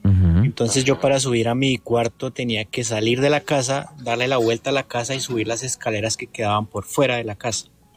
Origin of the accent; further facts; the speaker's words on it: Tabio, Cundinamarca, Colombia; eso fue en mi infancia en Tabio. Pues yo soy de Tabio